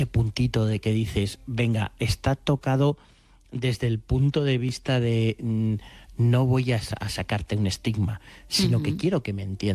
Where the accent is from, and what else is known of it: Spain